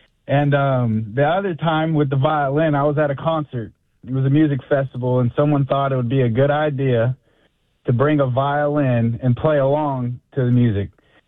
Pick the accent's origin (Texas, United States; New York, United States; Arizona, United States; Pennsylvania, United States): Texas, United States; But while I was there, and I'm from Texas, and I was just watching a friend play